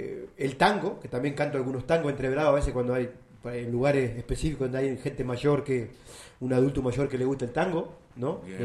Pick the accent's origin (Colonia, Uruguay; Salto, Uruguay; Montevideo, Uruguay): Salto, Uruguay; la gran contra que tenemos los artistas salteños